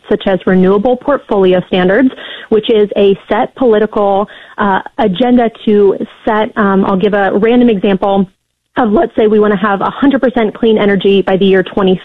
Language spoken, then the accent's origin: English; Ohio, United States; And I use the example, I'm from Ohio.